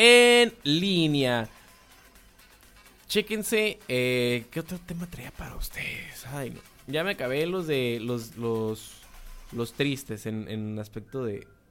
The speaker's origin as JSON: {"language": "Spanish", "country": "Mexico"}